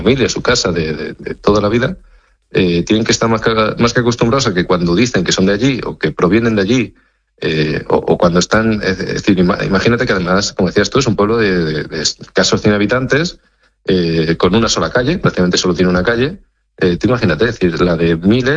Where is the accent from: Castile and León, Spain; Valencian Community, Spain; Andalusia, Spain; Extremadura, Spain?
Extremadura, Spain